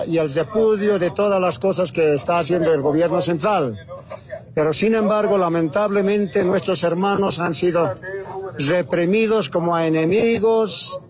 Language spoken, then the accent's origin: Spanish; Bolivia; Nosotros somos también bolivianos, hechos y derechos.